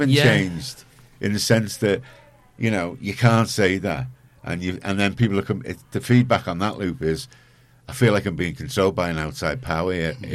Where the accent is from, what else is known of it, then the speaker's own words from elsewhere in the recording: Liverpool, North West England, United Kingdom; I grew up in Garston, and, you know, there wasn't a lot of black people there